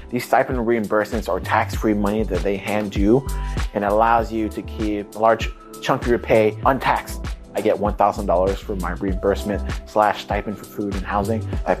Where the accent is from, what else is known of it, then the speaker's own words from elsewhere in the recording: Fresno, California, United States; I grew up in Fresno, California, the Central Valley. My parents arrived in the late 1980s. We're immigrants from Vietnam. We came after we lost the war.